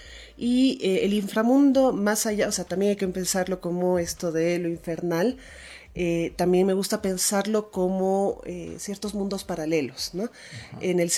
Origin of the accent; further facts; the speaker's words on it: Quito, Pichincha, Ecuador; also born or lived in La Paz, Bolivia; Yo soy nacida en La Paz, en Bolivia, pero he crecido acá en Quito. Mi padre es ecuatoriano, entonces, y yo crecí acá en Quito.